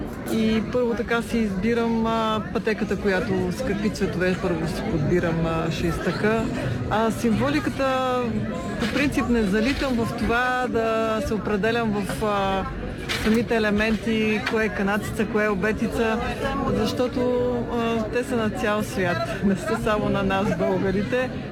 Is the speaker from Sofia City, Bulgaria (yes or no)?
yes; Sofia, Sofia City, Bulgaria; Родом съм от София и се занимавам с тъкане.